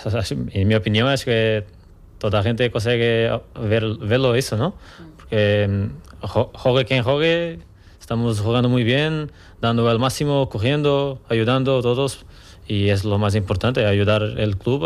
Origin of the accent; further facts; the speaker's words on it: Algarve, Portugal; Spanish is a second language; moved away as an adult; now in Almería, Spain; Yo soy de sur de Portugal, Algarve, que es como un poco como aquí, como Almería, la temperatura, mucho calor también, una ciudad muy pequeña también, pues eso es muy parecido.